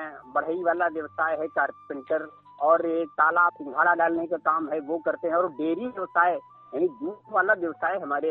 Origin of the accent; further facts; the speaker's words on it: Narharpur, Uttar Pradesh, India; हमारा गांव नरहरपुर तहसील सखीपुर जिला उन्नाव है।